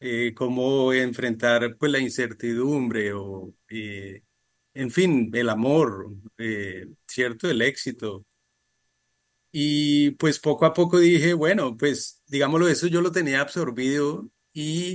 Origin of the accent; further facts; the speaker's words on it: Colombia; Yo pues nací en Colombia y crecí allí pues toda la vida hasta la universidad y...